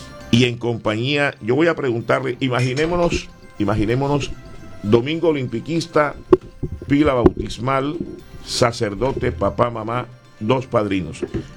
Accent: Colombia; 16 para las 8 en mi país, Colombia.

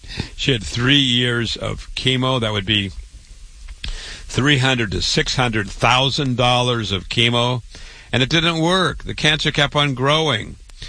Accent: Waterloo, Iowa, United States; I was born and raised in Waterloo, Iowa.

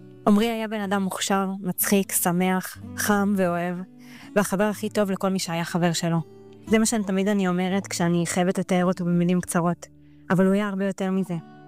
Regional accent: Elyakhin, Central District, Israel; גדלנו ביחד ביישוב אליכין, ובמהלך השנים, לא משנה לאן כל אחד הלך, בסוף חזרנו הביתה

